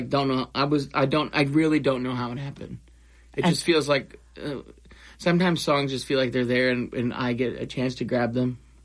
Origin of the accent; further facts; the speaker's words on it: Michigan, United States; now in Nashville, United States; We're originally from Michigan, but moved to Nashville a couple years ago.